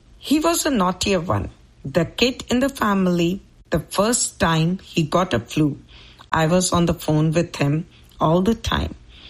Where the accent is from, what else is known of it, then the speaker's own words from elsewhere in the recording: California, United States; from California, USA. I'm a mother of two boys.